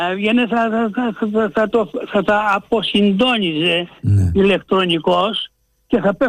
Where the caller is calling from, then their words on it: Athens, Attica, Greece; είμαι από τα Άνω Πατήσια.